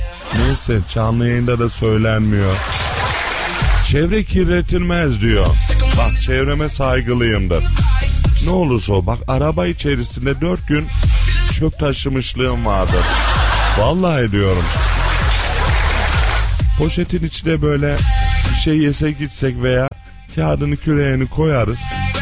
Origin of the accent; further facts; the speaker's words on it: Adıyaman, Turkey; Adıyaman Besti'den, Gölbaşı'ndan biz de oralıyız. Biz Allah'ın köylüleriyiz.